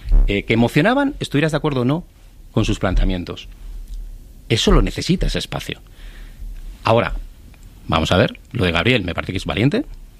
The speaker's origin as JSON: {"language": "Spanish", "town": "San Sebastián", "region": "Basque Country", "country": "Spain", "moved": "yes", "lives_now": "Madrid, Spain"}